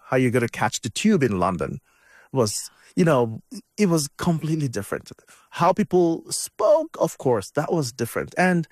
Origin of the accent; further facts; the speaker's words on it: Nigeria; moved away as an adult; I didn't leave Nigeria till I was in my early 30s. So I was born in Nigeria, grew up there, went to university in Nigeria and joined the oil and gas industry in Nigeria. So I moved out to the UK when I was in my early 30s.